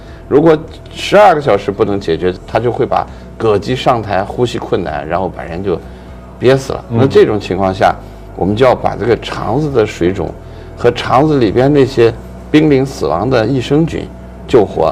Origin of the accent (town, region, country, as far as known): China